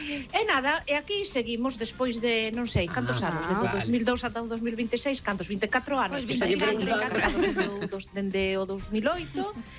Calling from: Ferrol, Galicia, Spain; Hola, boas tardes … de Ferrol.

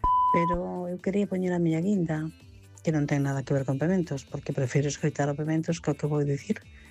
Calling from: Vigo, Galicia, Spain

